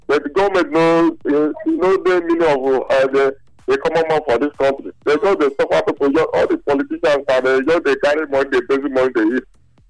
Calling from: Nigeria; I'm calling from Owen.

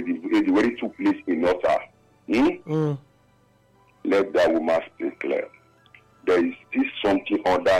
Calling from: Benin City, Edo, Nigeria; I'm Benin.

